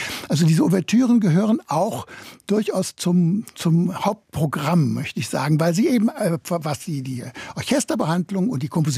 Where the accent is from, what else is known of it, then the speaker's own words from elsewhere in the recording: North Rhine-Westphalia, Germany; Ich bin ja eben aufgewachsen sozusagen im Sendebereich des Westdeutschen Rundfunks.